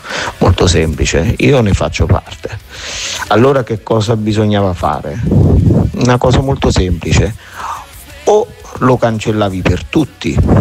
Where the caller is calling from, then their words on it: Ravenna, Emilia-Romagna, Italy; da Ravenna.